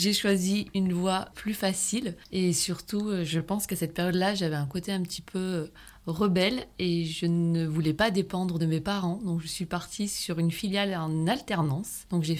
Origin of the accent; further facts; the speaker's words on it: Montélimar, Auvergne-Rhône-Alpes, France; Et moi, je suis originaire de Montélimar, mais ma famille est ardéchoise, donc j'ai un petit attachement pour l'Ardèche.